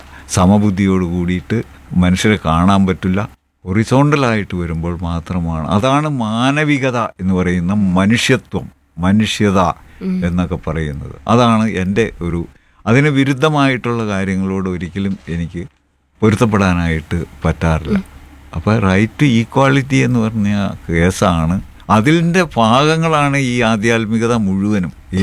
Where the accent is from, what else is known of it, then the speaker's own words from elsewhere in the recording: Arikuzha, Kerala, India; തൊടുപുഴ തന്നെയാണ്. തൊടുപുഴ അരിക്കുഴ എന്ന് പറഞ്ഞ ഗ്രാമത്തിലാണ് ഞാൻ ജനിച്ചതും വളർന്നതും. അരിക്കുഴ ASS UPSലാണ് പഠിച്ചത്.